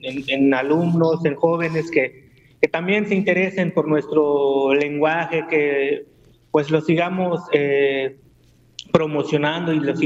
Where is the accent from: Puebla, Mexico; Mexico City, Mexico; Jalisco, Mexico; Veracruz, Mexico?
Veracruz, Mexico; Mecatlán; first language Totonac; Spanish is a second language; now in Coyutla, Mexico; soy originario de aquí de la Sierra del Totonacapan, específicamente del municipio de Mecatlán, pero ahorita me encuentro laborando aquí en el municipio de Coyutla, Veracruz.